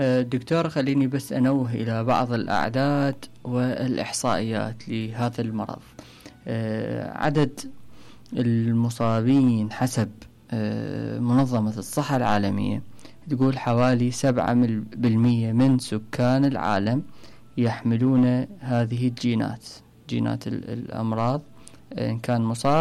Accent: Iraq; احنا عندنا في العراق

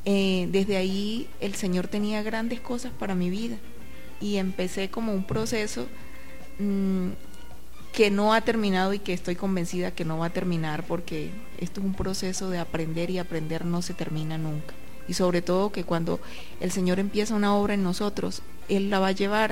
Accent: Pailitas, Cesar, Colombia; moved away as an adult; now in Ocaña, Colombia; Con el papá de mi hija nos fuimos a vivir a Pailitas, a mi pueblo. Ya luego nos vinimos a Caucaña

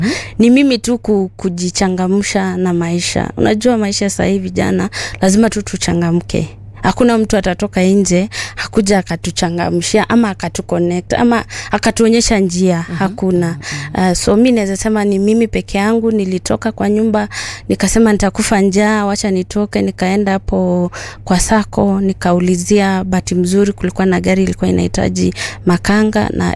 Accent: Bungoma County, Kenya; Nimezaliwa Mount Elgon.

